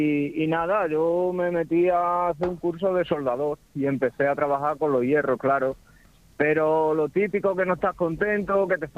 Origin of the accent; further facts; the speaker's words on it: Puebla de Sancho Pérez, Extremadura, Spain; Sí, yo soy